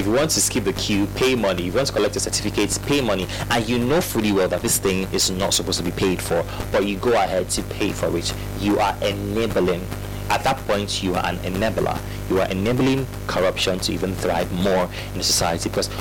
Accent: Nigeria; as a Nigerian

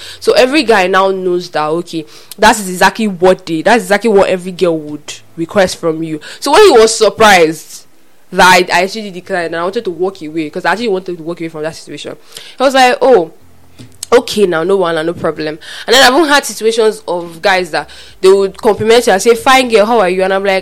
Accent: Lagos, Nigeria; now in Calabar, Nigeria; Now, I was literally I came from Lagos. In case people don't realize, I didn't grow up here.

